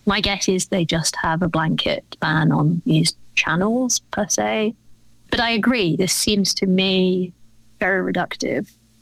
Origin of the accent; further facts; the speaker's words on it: England, United Kingdom; And I've instituted this norm that as English people do and also as philosophers do, after the philosophy session, we go to the pub to talk about philosophy.